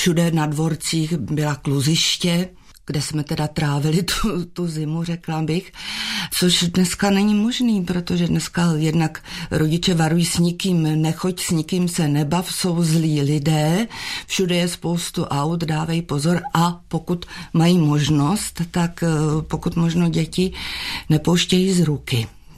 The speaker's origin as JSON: {"language": "Czech", "region": "Prague", "country": "Czechia", "tie": "born or raised there", "said": "Já jsem se narodila v Praze a strávila jsem velkou část dětství na Malé Straně."}